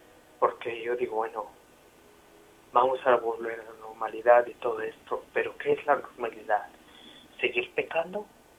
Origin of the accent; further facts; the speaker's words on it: Mexico; born there; also born or lived in Spain; Mi madre es mexicana, mi padre español. Me hicieron en España y luego mi mamá me tuvo en México. Y luego regresé a España y así, y he andado